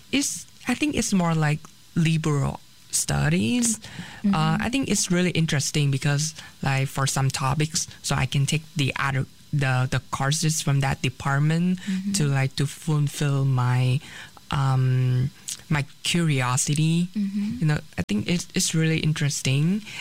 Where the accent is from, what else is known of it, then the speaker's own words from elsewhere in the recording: Vietnam; English is a second language; now in Taiwan; my major is digital media and technology, and I'm a second year at Teaching University, and I'm from Vietnam.